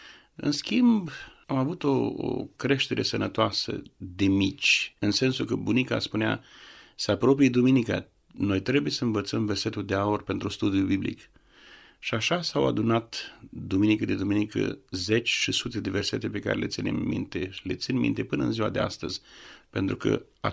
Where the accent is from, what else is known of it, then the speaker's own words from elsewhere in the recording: Negreni, Botoșani County, Romania; Am crescut într-o familie de credincioși. M-am născut în Negreni, județul Botoșani, poate că mai cunoașteți și pe alții născuți acolo, într-o familie de baptiști